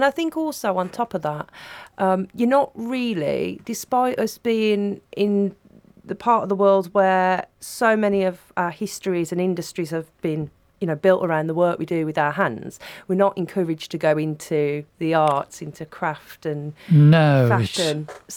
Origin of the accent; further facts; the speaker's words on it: Walsall, West Midlands, United Kingdom; born there; I was born in Warsaw